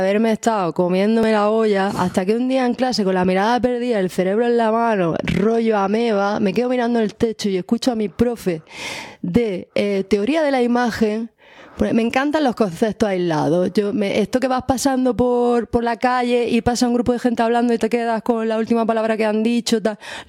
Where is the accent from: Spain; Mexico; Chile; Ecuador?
Spain; Almería, Andalusia; No sé por qué, soy de Almería, pero digamos que llegué a eso antes que ninguna otra cosa.